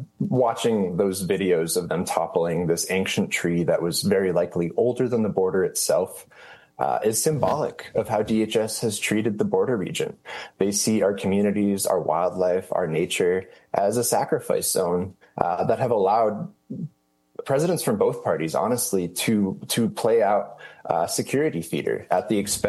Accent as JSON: {"language": "English", "region": "Arizona", "country": "United States", "tie": "born or raised there", "said": "across the vast majority of my home state of Arizona."}